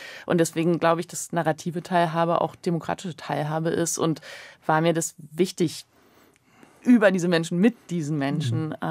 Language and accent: German; Bad Kleinen, Mecklenburg-Vorpommern, Germany; born there; also born or lived in Berlin; Ich bin zwar Berlinerin, aber ich bin auch Mecklenburgerin. Wir sind eben immer gependelt auf die Datsche. Und der Ort, der im Film vorkommt, das ist tatsächlich das Haus, wo ich aufgewachsen bin.